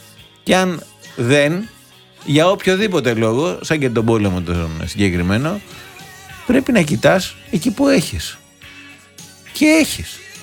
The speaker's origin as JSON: {"language": "Greek", "country": "Greece"}